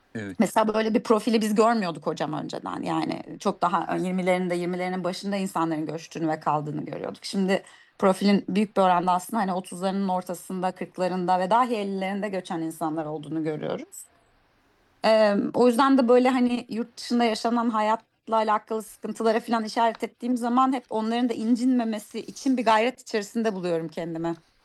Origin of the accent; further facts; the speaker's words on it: Ankara, Turkey; moved away; Ben Ankaralı olmam sebebiyle zaten memleketin derdiyle çok dert denilen bir atmosferde büyüdüm birçok Ankaralı gibi.